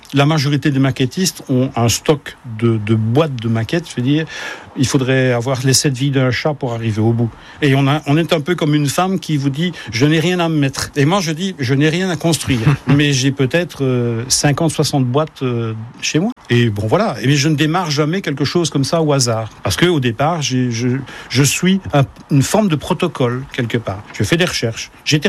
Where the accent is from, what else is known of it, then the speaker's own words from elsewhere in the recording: Belgium; Je te dis, je suis belge d'origine, donc c'est quelque chose que j'apprends en même temps en faisant partie du musée